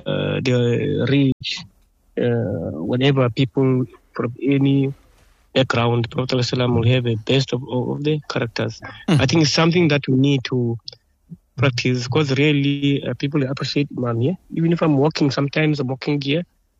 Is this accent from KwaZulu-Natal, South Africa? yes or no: no; Khayelitsha, Western Cape, South Africa; now in Langa, South Africa; Remember that I studied in Langa. Originally, I'm from Khayelitsha. So I moved here to Langa in 2009 to do this job of imamat.